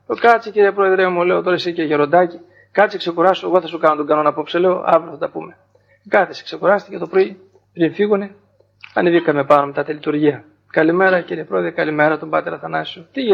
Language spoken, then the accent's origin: Greek; Trikala, Thessaly, Greece; γιατί εμείς οι Θεσσαλοί, γιατί είναι και πατριώτης μου, είμαι Θεσσαλός, αν μιλάμε όπως δύο παφίτες από εσάς, θα μιλούν και άλλοι και επειδή δεν τον καταλαβαίνετε, έτσι και εμείς όταν μιλάμε δύο τρικαλινοί, δεν μας καταλαβαίνει κανείς Έλληνας.